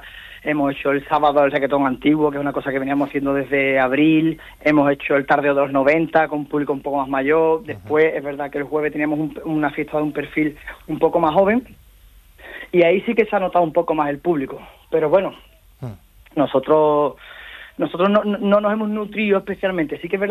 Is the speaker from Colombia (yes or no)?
no; Cádiz, Andalusia, Spain; evidentemente somos gente sensible, somos gente de Cádiz y queremos caminar.